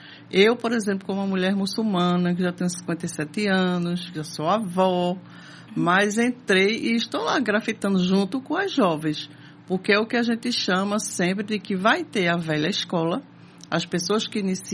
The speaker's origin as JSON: {"language": "Portuguese", "country": "Brazil", "said": "sou brasileira"}